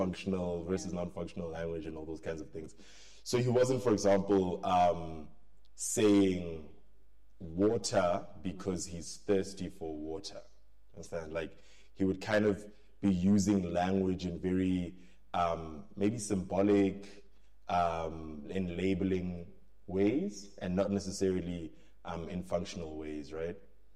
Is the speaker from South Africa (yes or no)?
yes; Vereeniging, Gauteng, South Africa; born there; also born or lived in Randfontein; I'm a kid from a combination of mining towns. I'm from the Vaal, Vereeniging, the Sebokeng area. Also grew up in Randfontein. That's where I have my family as well.